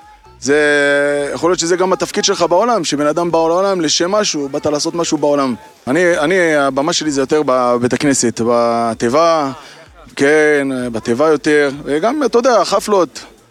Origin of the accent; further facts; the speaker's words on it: Ahisamakh, Central District, Israel; now in Lod, Israel; אני במקור מושב הכי שמח, שזה צמוד, כן, צמוד ללוד, ואחרי חתונה היה לי קצת סיבובים